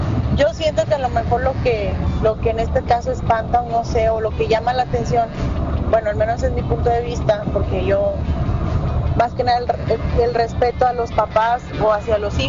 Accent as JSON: {"language": "Spanish", "region": "northern Mexico", "country": "Mexico", "said": "También los del norte hablamos muy fuerte y vas a otro estado y te dicen, ay, estás gritando, o sea, pero pues no es grita, no estás enojado, es que así se habla aquí en el norte."}